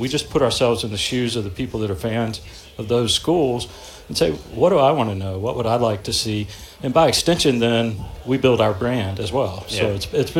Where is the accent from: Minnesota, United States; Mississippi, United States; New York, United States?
Mississippi, United States; Columbus; I grew up in Columbus, Mississippi.